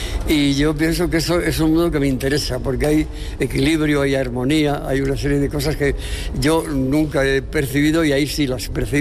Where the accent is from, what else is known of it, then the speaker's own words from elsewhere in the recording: Segovia, Castile and León, Spain; Yo soy de Segovia. Entonces, a mí repetir trajes segovianos no me apetecía gran cosa